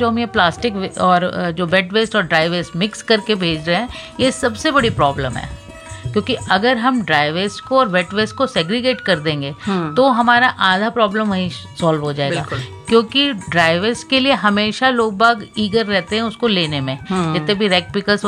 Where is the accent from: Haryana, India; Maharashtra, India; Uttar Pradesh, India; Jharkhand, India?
Uttar Pradesh, India; तो हम छोटे शहरों से हैं, यूपी के बहुत छोटे से शहर में